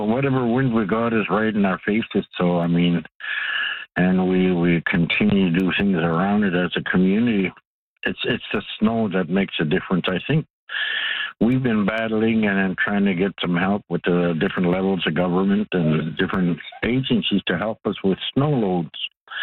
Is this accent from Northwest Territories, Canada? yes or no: yes; Cape Parry, Northwest Territories, Canada; born there; now in Paulatuk, Canada; I was born in Cape Perry